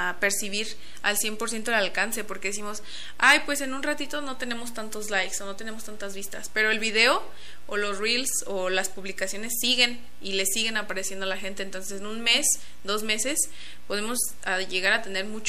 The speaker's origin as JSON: {"language": "Spanish", "town": "Charo", "region": "Michoacán", "country": "Mexico", "moved": "as an adult", "lives_now": "Morelia, Mexico", "said": "Pues soy de Charo, pero pues he estado viviendo aquí en Morelia desde hace como 6 años aproximadamente. Y voy y vengo, pero nunca dejo Charo"}